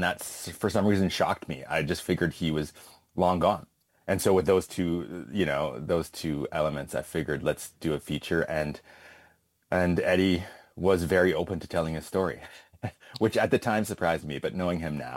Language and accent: English; Kelowna, British Columbia, Canada; I grew up in Kelowna